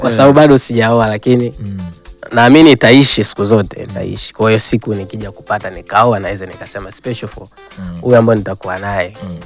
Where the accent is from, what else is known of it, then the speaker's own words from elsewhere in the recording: Ruangwa, Lindi, Tanzania; moved away as an adult; now in Dar es Salaam, Tanzania; Nimetoka wilayani Ruangwa, nimeenda Lindi mjini pale.